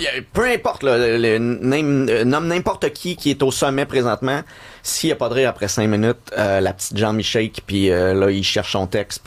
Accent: Mascouche, Quebec, Canada; moi je viens de Mascouche

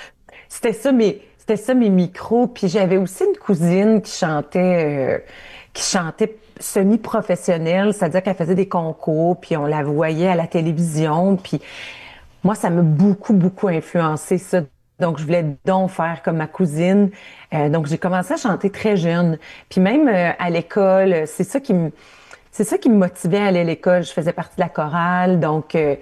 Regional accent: Ontario, Canada; Moi, je viens de l'Ontario, ou je viens de l'Ontario francophone, encore pire

